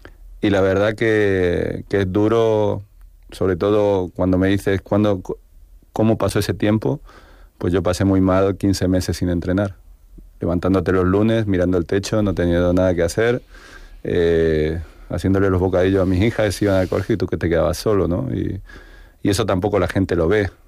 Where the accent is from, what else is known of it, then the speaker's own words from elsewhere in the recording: Yecla, Region of Murcia, Spain; also born or lived in Argentina; Yo soy yeclano, aunque nací en Argentina, soy yeclano, hijo yeclano, mujer yeclana